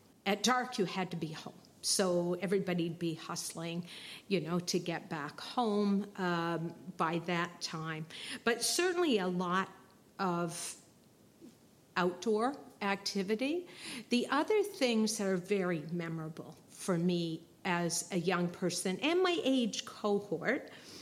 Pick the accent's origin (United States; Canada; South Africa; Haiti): Canada; Woody Point, Newfoundland and Labrador; I was born in Woody Point. Actually, I was born in Norse Point, and I grew up in Woody Point, and I was born in 1961.